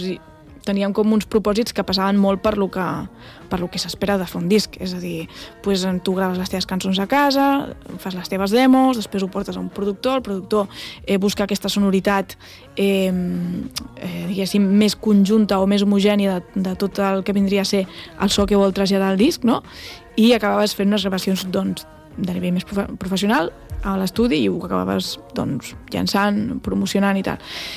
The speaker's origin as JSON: {"language": "Catalan", "region": "Catalonia", "country": "Spain", "moved": "as an adult", "lives_now": "Llagostera, Spain", "said": "jo també em considero d'aquí"}